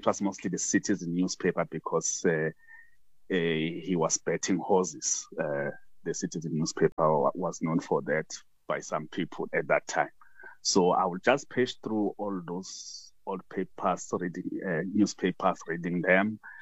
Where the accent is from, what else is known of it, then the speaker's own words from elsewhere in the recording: Dahakral, Mpumalanga, South Africa; I had just turned 19 years, 1997. But I grew up in Dahakral, a rural area south of Mpumalanga province on the border to KZN. The nearest town is Volksrust. That's where I grew up, so attending school there.